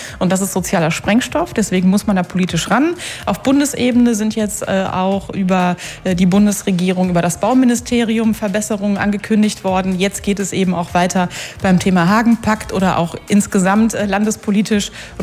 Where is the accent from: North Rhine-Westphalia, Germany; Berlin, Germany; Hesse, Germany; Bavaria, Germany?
North Rhine-Westphalia, Germany; Duisburg; Gelsenkirchen oder auch meine Heimatstadt Duisburg, viele, viele andere Kommunen.